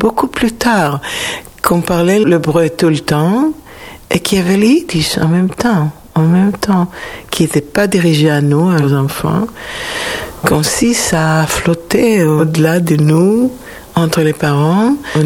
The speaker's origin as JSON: {"language": "French", "town": "Tel Aviv", "region": "Tel Aviv District", "country": "Israel", "tie": "born or raised there", "also_born_or_lived": "a kibbutz in Israel", "first_language": "Hebrew", "second_language": "French", "said": "Je suis née en Israël, dans une petite ville, et mes parents habitaient à cette époque dans un kibboutz. Ils n'étaient pas membres de kibboutz, ils étaient professeurs, et j'ai grandi là-bas."}